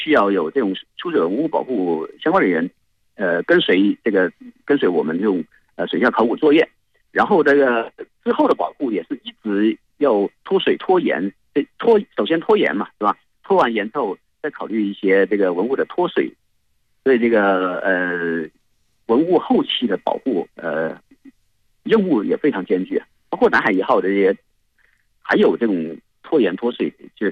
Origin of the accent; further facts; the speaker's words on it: Guangzhou, Guangdong, China; 我是广州人。